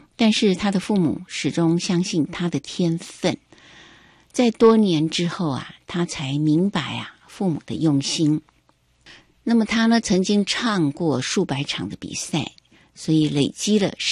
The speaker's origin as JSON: {"language": "Chinese", "country": "Taiwan", "said": "我们要来介绍我们台湾的一位红歌星，"}